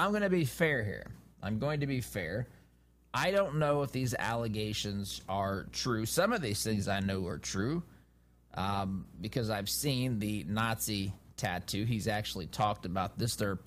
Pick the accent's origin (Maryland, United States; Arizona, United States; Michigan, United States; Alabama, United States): Maryland, United States; Baltimore; I like the other team. I'm from Baltimore.